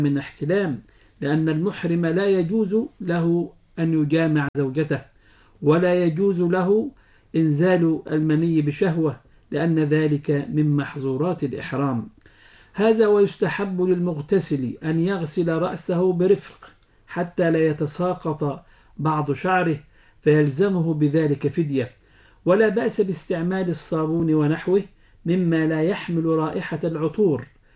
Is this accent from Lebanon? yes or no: no; Egypt; وهو ما يعرف عندنا في مصر بالكمر